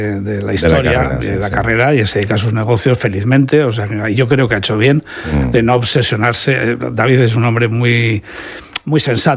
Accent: Burgos, Castile and León, Spain; also born or lived in Madrid; now in Murcia, Spain; Yo he vivido más en Murcia que en mi tierra. O sea que... Fíjate. Que en Burgos, sí, claro.

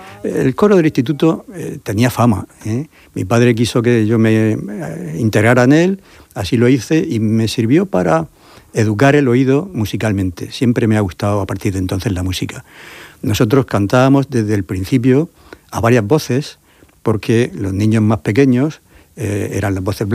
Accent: Murcia, Region of Murcia, Spain; mi infancia en Vistabella, en el colegio, en los juegos en la calle

